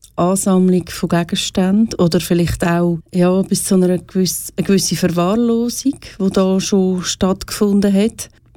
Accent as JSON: {"language": "German", "country": "Switzerland", "said": "Auch bei uns in der Schweiz nicht."}